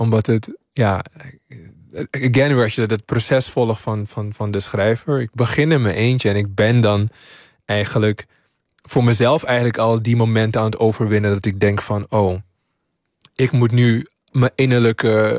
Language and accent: Dutch; Suriname; Toen ik in Suriname opgroeide op de middelbare school, ging het vooral over zijn taal